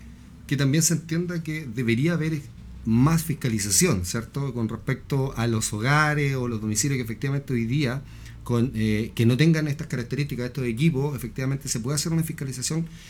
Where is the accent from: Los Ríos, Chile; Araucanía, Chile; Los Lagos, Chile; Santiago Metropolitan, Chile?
Los Lagos, Chile; Osorno; yo soy de Osorno